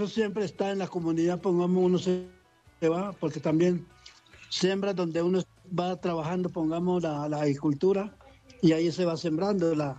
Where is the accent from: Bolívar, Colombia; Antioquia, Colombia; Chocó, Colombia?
Chocó, Colombia; moved away as an adult; now in Bogotá, Colombia; soy de la comunidad de San Antonio de Togromá, del Bajo San Juan. De Cordó, el municipio.